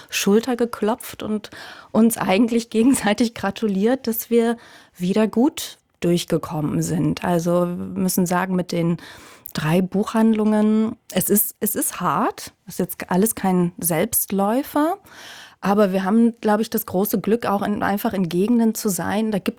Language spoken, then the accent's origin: German; Dresden, Saxony, Germany; now in Berlin, Germany; ich komme aus Dresden ursprünglich.